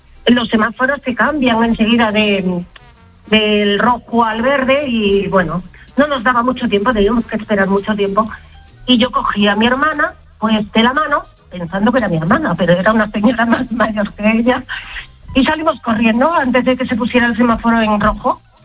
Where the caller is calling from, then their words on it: Ibiza, Balearic Islands, Spain; Pues yo vivo en Ibiza y de vez en cuando voy a visitar a mi hermana Mallorca.